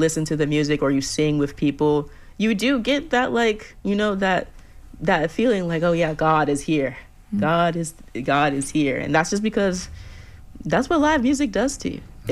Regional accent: Florida, United States; I grew up here in Florida.

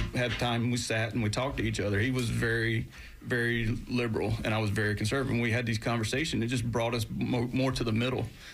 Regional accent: Georgia, United States; Like I said, I grew up in South Georgia, very conservative area, joined the Navy

